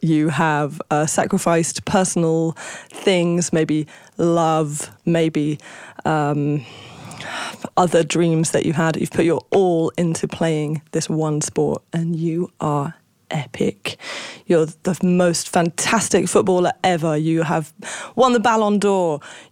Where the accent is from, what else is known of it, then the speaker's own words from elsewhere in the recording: England, United Kingdom; I'm English